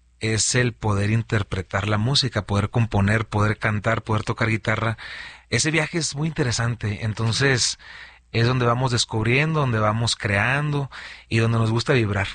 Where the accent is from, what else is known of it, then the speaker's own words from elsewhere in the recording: Mazatlán, Sinaloa, Mexico; born there; Y pues yo nací en Mazatlán, entonces tengo que echarle más porras.